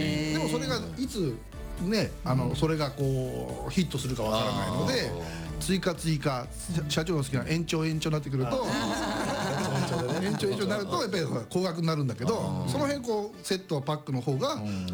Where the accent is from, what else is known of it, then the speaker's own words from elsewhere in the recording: Shikoku, Japan; 僕四国の出身なんだけども